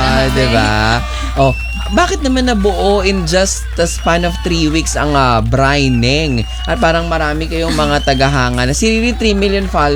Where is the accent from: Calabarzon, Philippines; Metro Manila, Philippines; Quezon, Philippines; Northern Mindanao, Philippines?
Calabarzon, Philippines; Cavite; Taga Cavite ako